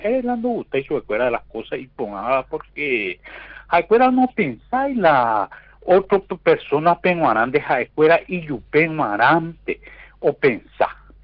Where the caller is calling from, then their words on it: San Pedro, Paraguay; como santaniano, como sanpedrano, como paraguayo, como colorado.